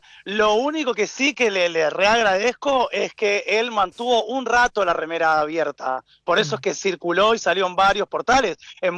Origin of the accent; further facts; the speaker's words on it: Argentina; now in Brazil; Mirá, te cuento, yo ya vivía acá en Brasil 3 años, y volví para Argentina, estuve como unos 3, 4 años en Argentina.